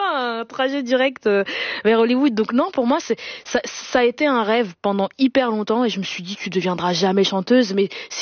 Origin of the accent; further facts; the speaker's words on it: Flanders, Belgium; Moi, j'ai grandi en Flandre, donc j'ai participé à la version francophone.